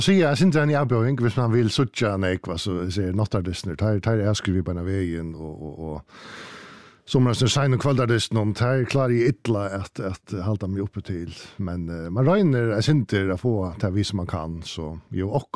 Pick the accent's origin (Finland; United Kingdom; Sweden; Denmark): Denmark; trots att jag är dansk.